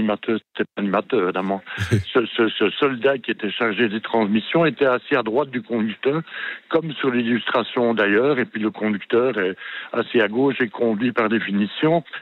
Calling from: Brussels, Brussels-Capital Region, Belgium; Je suis à Bruxelles, oui, oui, tout à fait.

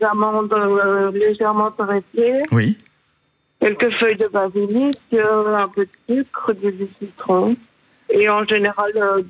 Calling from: Sambreville, Wallonia, Belgium; Région de Sambreville

